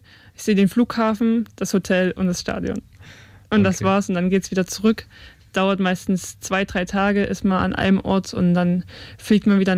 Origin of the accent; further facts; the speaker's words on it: Chemnitz, Saxony, Germany; born there; now in Leipzig, Germany; Ich bin noch in der DDR geboren und in Karl-Marx-Stadt.